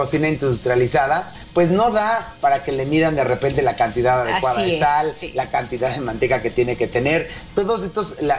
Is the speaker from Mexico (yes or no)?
yes; Mexico; O sea, por eso no estoy diciendo de que hay nosotros porque somos mexicanos